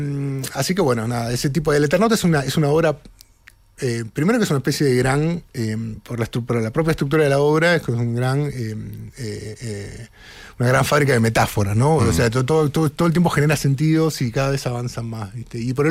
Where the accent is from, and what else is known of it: Argentina